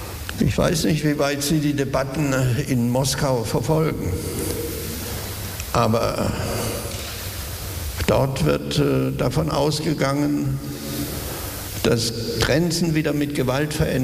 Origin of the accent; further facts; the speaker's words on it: West Germany, Germany; ein Kind Westdeutschlands